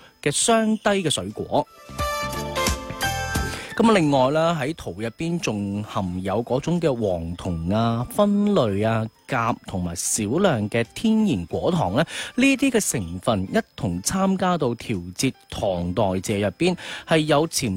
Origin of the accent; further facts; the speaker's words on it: Guangdong, China; 我哋广东人